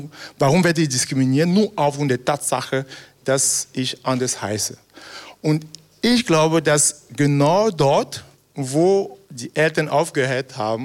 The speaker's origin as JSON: {"language": "German", "country": "Cameroon", "tie": "born or raised there", "moved": "yes", "said": "ich bin in Kamerun aufgewachsen"}